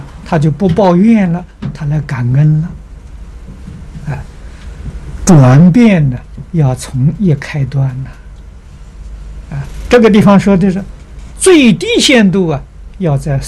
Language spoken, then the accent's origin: Chinese; China; 我们中国人